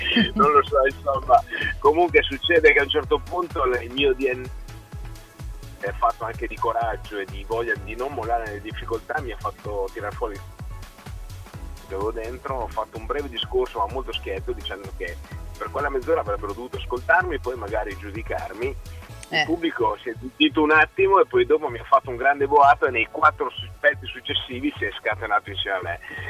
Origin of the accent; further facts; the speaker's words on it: Correggio, Emilia-Romagna, Italy; fondarono una delle prime balere dalle nostre parti qua in Emilia, e io e Luciano siamo cresciuti proprio da piccolissimi